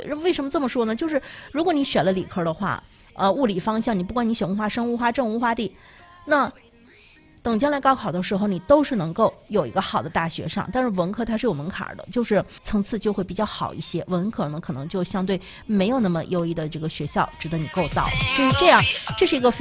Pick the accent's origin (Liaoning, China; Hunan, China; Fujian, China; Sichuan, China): Liaoning, China; 我们身为一个东北人，尤其是身为一个辽宁人